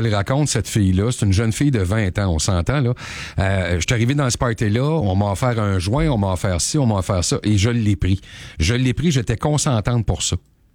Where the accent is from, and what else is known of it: Quebec, Canada